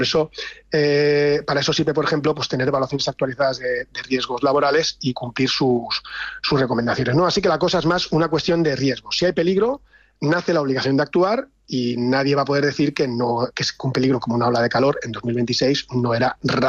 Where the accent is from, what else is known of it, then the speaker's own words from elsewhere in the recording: Mediterranean coast, Spain; los que somos del Mediterráneo